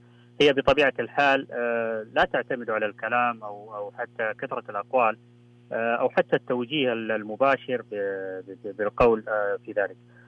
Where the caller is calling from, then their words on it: Jeddah, Makkah Province, Saudi Arabia